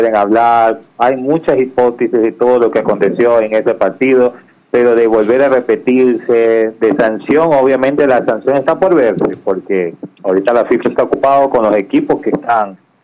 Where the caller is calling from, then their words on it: Guayaquil, Guayas, Ecuador; yo le estoy llamando acá cerca del norte de la ciudad de Guayaquil.